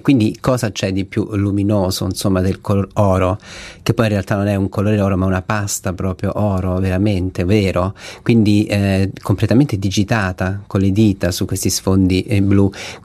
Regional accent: Calabria, Italy; Io sono calabrese, quindi mi piace sempre che ci sia qualcosa, insomma, che ricordi le mie origini.

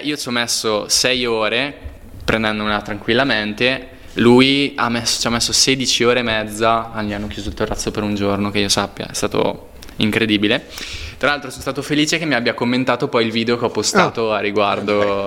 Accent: Castelverde, Lombardy, Italy; born there; also born or lived in Cremona; sono di Cremona, quindi cioè in realtà di Castelverde, poco fuori

